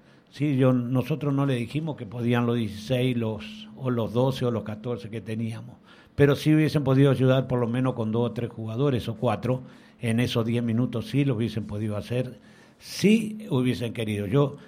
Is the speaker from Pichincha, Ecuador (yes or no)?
yes; Quito, Pichincha, Ecuador; Yo vengo de Pichincha, como ustedes saben, del Quito